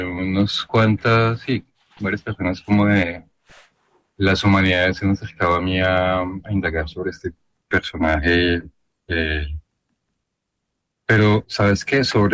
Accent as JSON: {"language": "Spanish", "town": "San Carlos", "region": "Antioquia", "country": "Colombia", "said": "él es del mismo pueblo que yo, de San Carlos, del oriente antioqueño, pues."}